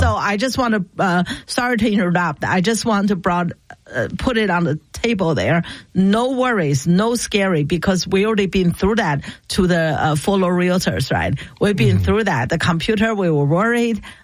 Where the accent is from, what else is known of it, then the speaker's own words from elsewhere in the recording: China; We don't have, by the way, I come from China, we don't have school bus.